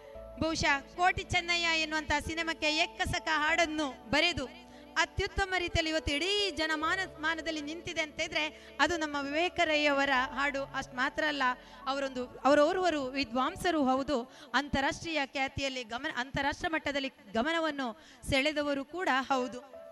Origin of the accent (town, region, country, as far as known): Puttur, Karnataka, India